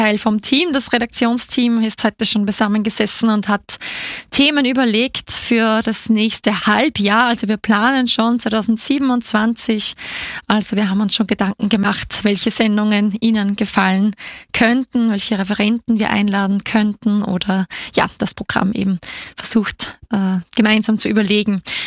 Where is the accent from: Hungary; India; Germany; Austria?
Austria; Waldhausen im Strudengau, Upper Austria; weil ich komme ja selber auch aus dem Mühlviertel